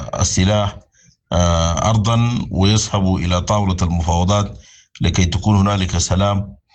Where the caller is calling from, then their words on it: Sudan; بلادنا السودان